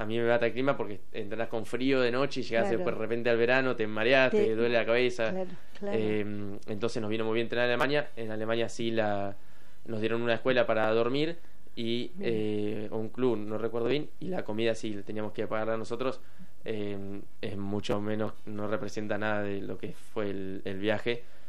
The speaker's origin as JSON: {"language": "Spanish", "country": "Argentina", "moved": "as an adult", "said": "yo soy argentino, estoy jugando en China"}